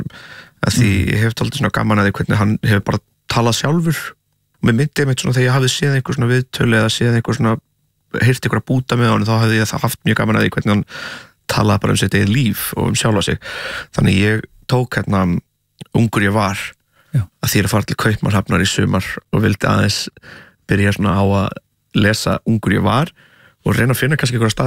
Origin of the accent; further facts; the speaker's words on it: Portugal; now in Iceland; Ég, eins og ég hef sagt svona 300 sinnum og fólk örgulega þreytt á þér að það náttúrulega ólst upp í Portugal.